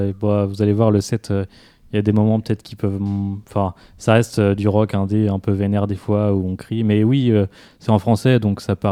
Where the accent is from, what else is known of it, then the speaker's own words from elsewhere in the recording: Évron, Pays de la Loire, France; also born or lived in Brest; now in Rennes, France; Je suis d'Evron à la base, donc.